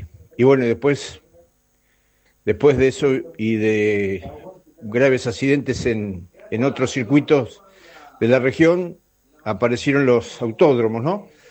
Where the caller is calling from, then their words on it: Quequén, Buenos Aires Province, Argentina; les hablo desde Quequén, la mejor playa de la costa atlántica.